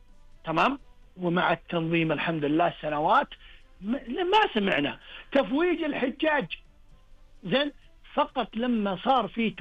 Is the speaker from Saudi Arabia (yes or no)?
yes; Saudi Arabia; born there; وأنعم الله سبحانه وتعالى وهذا فضله ونعمته أننا ولدنا في هذا البلد الطاهر.